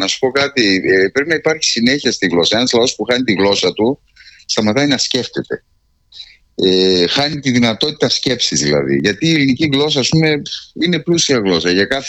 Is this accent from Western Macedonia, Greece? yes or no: yes; Kozani, Western Macedonia, Greece; στην πόλη μου, στην Κοζάνη.